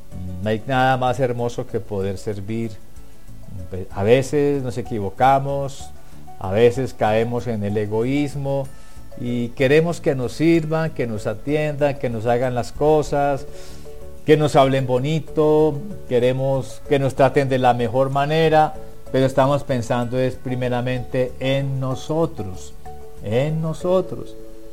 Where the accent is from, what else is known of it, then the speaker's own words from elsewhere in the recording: Colombia; Bueno, en mi tierra, en Colombia, hay habitantes de calle